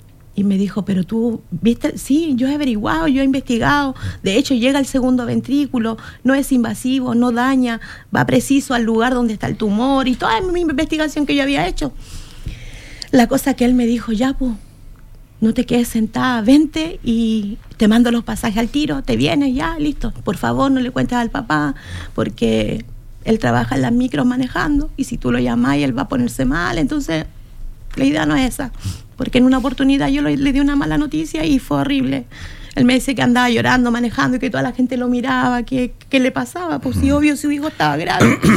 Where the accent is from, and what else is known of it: Chile